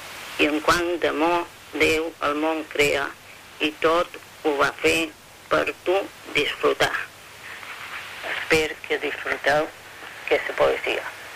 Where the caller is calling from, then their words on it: Palma, Balearic Islands, Spain; de Palma. M'encanta escoltar-vos.